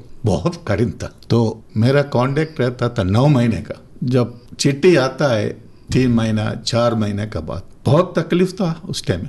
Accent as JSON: {"language": "Hindi", "town": "Minicoy", "region": "Lakshadweep", "country": "India", "second_language": "Hindi", "said": "मैं लक्षद्वीप मिनिको में रहने वाला हूँ।"}